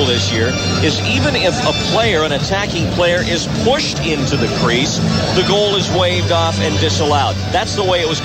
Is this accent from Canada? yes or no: yes; Canada; I grew up in Canada and was surrounded by the lore of this sport for so many years.